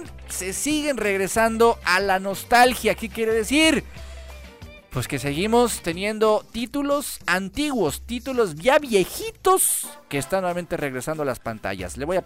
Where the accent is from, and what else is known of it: Mexico